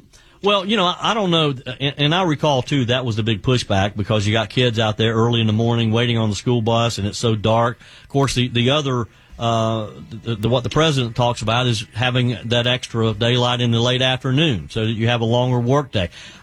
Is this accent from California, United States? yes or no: no; South Carolina, United States; my home state of South Carolina